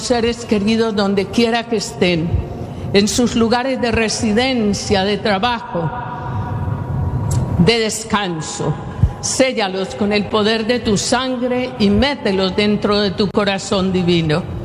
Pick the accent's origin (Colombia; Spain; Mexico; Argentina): Colombia; aún en mi tierra, en Colombia.